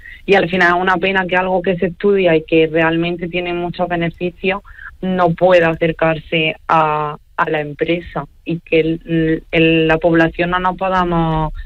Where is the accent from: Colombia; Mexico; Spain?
Spain; Bailén, Andalusia; Yo soy de Bailén, de un pueblo de Jaén.